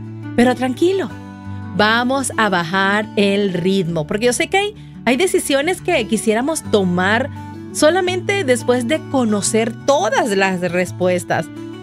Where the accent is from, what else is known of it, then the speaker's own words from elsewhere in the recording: Venezuela; Y como saben, yo soy de Venezuela y me encanta cantar.